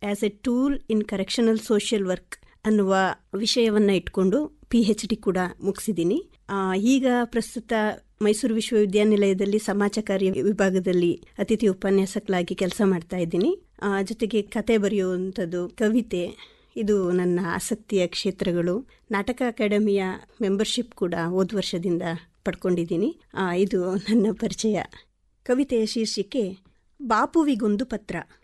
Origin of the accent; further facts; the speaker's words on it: Kodagu, Karnataka, India; moved away as an adult; also born or lived in Tiptur / Tumakuru / Belagavi; now in Mysore, India; ಮೂಲತಃ ಕೊಡಗಿನವಳು.